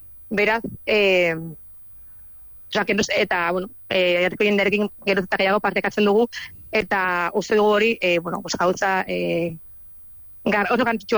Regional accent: Navarre, Spain; azkenean Nafarroakoak gara, eta proiektua gure, bueno, gure zonaldean edo amaitzea polita

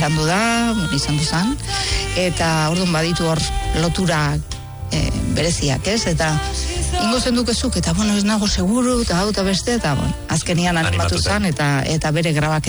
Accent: Hernani, Basque Country, Spain; born there

